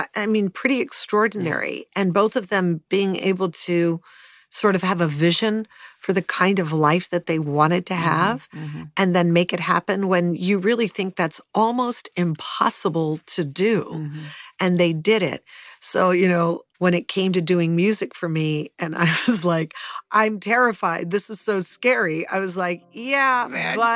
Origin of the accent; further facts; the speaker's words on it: Los Angeles, California, United States; I thought I grew up in the Hollywood Hills. I thought it was like, I climbed the hills all the time.